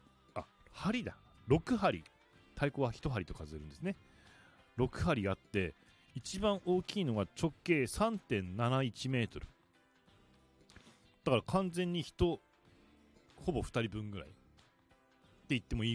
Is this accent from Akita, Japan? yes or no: yes; Odate, Akita, Japan; accent: Akita dialect; now in Sapporo, Japan; 普通にね、向こう帰ったらまあ秋田弁が出てしまうっていうのはあるんですけど